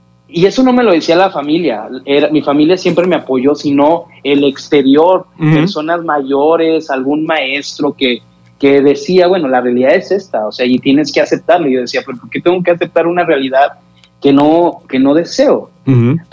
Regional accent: Matamoros, Tamaulipas, Mexico; Los que nacimos en México, volteábamos más a México.

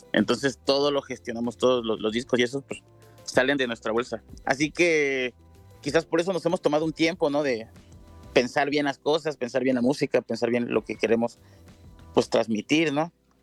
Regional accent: Chinameca, Veracruz, Mexico; yo soy de Chinameca, que es un pueblo que colinda con Cosoleacaque.

